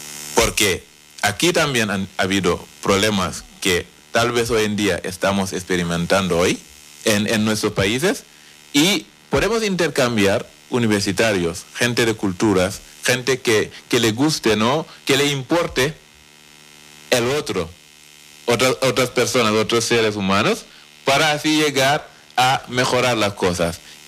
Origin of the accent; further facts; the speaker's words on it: Senegal; now in Canary Islands, Spain; yo soy senegalés, he vivido aquí en Canarias